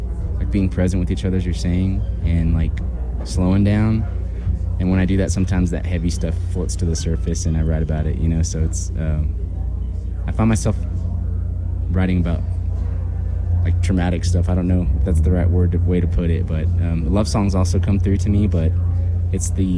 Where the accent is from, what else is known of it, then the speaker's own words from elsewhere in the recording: Texas, United States; I have to say … because I'm from Texas, and my mom like revered him